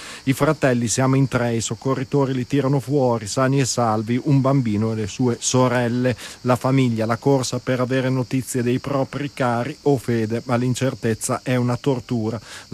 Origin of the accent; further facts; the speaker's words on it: Venezuela; È un'altra catastrofe per il mio paese, il cui governo è incapace, ha anche distrutto le infrastrutture. La presidente ad interim Delcy Rodriguez è peggio di Maduro